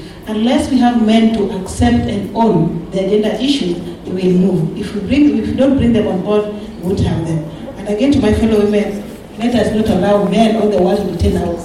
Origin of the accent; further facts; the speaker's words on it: Mombasa, Mombasa County, Kenya; I'm from Mombasa.